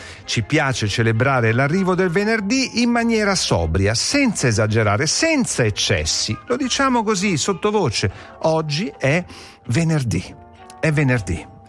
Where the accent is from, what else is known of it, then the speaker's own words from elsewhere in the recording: Milan, Lombardy, Italy; Da milanese sono felice per...